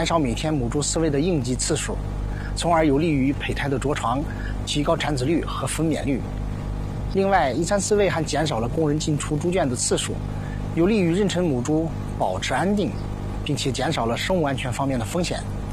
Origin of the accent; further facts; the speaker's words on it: Ci County, Hebei, China; also born or lived in Hubei; 就是在生养自己的这片土地上实现自己的人生梦想，所以选择回到家乡进入养殖场。